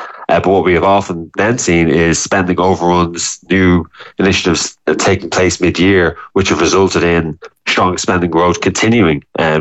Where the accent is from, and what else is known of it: Ireland